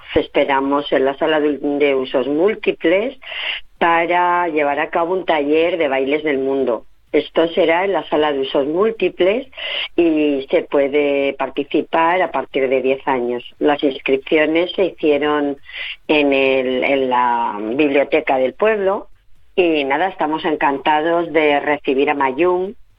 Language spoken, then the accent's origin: Spanish; Candelario, Castile and León, Spain; Nos juntamos, candeleranos y candeleranas